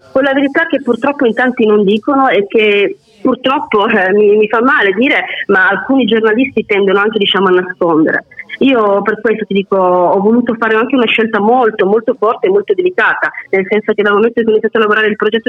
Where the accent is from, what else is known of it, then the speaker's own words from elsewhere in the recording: Sicily, Italy; voglio debuttare con qualcosa che racconta la mia terra, e chi meglio di una siciliana può raccontare la nostra terra